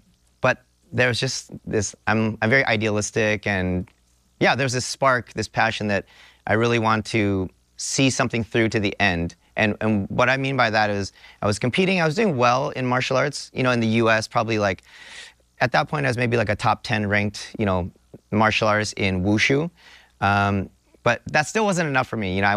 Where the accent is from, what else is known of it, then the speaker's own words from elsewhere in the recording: California, United States; I grew up in California, Northern yeah. California. And my parents, they moved to America from Taiwan.